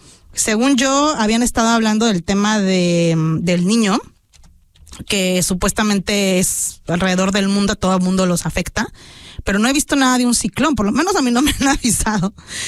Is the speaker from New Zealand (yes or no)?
yes; New Zealand; Sí, yo soy de Nueva Zelanda.